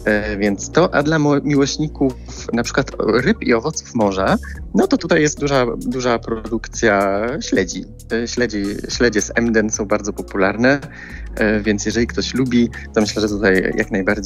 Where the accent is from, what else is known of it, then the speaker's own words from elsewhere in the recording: Warmian-Masurian Voivodeship, Poland; now in Germany; Ja pochodzę z Polski północno-wschodniej, z Mazur mniej więcej.